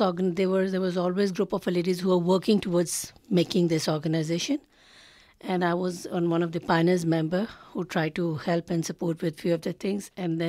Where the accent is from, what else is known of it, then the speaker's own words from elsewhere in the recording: Lahore, Punjab, Pakistan; moved away as an adult; now in Victoria, Australia; I came from Lahore in Pakistan. It is one of the biggest cities in Pakistan, and people who know the geography of that area, that is quite a developed place.